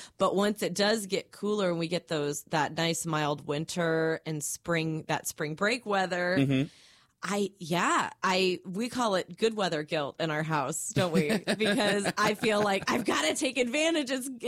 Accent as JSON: {"language": "English", "region": "Midwest", "country": "United States", "tie": "born or raised there", "moved": "yes", "lives_now": "Florida, United States", "said": "Where I grew up in the Midwest, you have four very distinct seasons"}